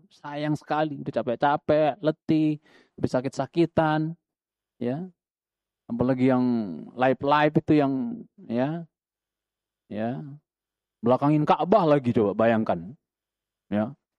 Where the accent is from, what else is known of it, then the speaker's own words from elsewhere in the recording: Lombok, West Nusa Tenggara, Indonesia; born there; now in Cilangkap, Jakarta, Indonesia; guru-guru saya, ustaz-ustaz saya di Lombok itu.